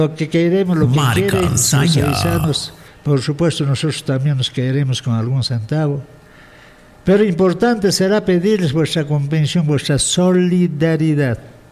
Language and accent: Spanish; Acomayo Province, Cusco, Peru; Estos nuestros amigos que son de mi provincia de Acomea, del distrito de Sangarará.